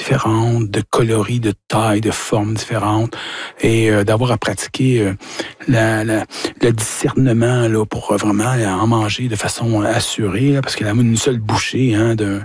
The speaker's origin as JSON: {"language": "French", "town": "Saint-Ambroise-de-Kildare", "region": "Quebec", "country": "Canada", "said": "J'ai commencé dans notre boisé, là, adjacent au verger d'Arbranois chez nous, à Saint-Ambroise-de-Cuidère."}